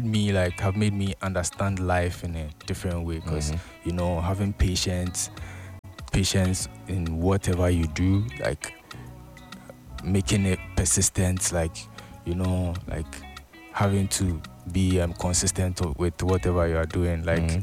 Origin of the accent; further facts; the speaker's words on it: Elmina, Central Region, Ghana; Born and raised in Ghana, Charlie. I was born in Elmina.